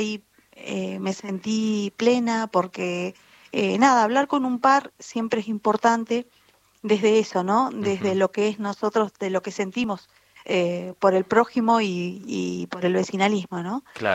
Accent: San Carlos de Bariloche, Río Negro, Argentina; yo como Bariloche, soy de Bariloche, de la provincia de Río Negro también

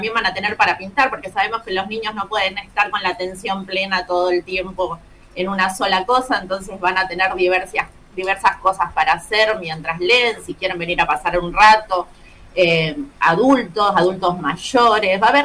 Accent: Berazategui, Buenos Aires Province, Argentina; born there; also born or lived in Brazil; No, yo nací en Berazategui, provincia de Buenos Aires. Pero viví en varios lados. Hace poco volví de Brasil, estuve viviendo en Brasil, y hace poco retorné acá

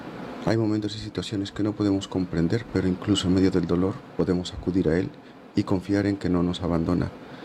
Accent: Venezuela; Yo soy venezolano y sé lo duro que es vivir una situación tan crítica como esta.

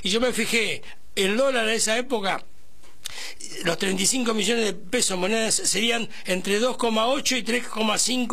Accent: Quilmes, Buenos Aires Province, Argentina; a los quilmeños nos hace, sobre todo a los que peinamos canas.

